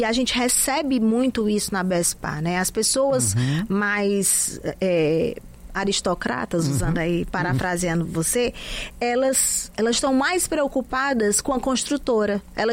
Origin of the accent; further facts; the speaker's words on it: Ceará, Brazil; E eu que tenho o pé no parque? Sou do Parque Araxá.